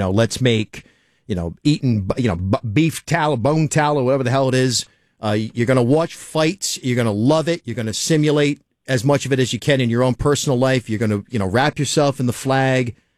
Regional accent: Charlestown, Rhode Island, United States; also born or lived in Warwick, Rhode Island; in the Southlands of Rhode Island, my homeland out there. I was born in Warwick. I briefly was in Warwick at the hospital, but yeah, raised in Charlestown, Rhode Island, abutting Richmond, Rhode Island

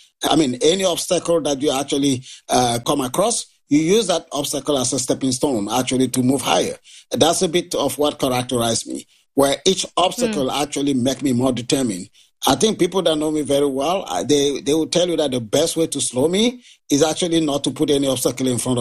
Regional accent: Cameroon; English is a second language; Oh, yeah. I grew up in Cameroon, a very rural place in Cameroon, in a place where there was a lot of malaria as a disease.

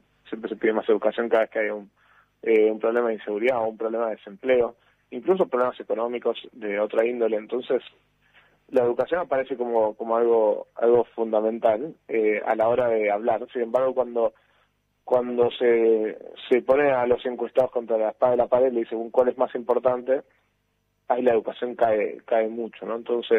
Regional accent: Argentina

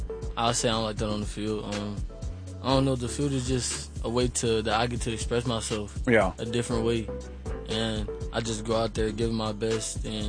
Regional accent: Atlanta, Georgia, United States; I come from Southwest Atlanta

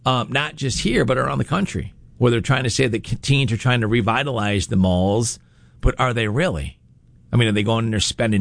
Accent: Rochester, New York, United States; moved away as an adult; now in Syracuse, United States; I grew up in Rochester, and I used to go to the Irondequoit Mall all the time.

